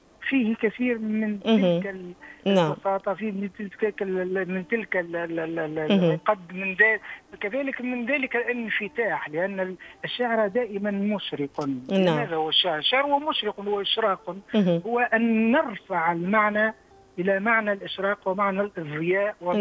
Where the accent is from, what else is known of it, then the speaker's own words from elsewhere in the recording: Tunisia; وأنا كاتب تونسي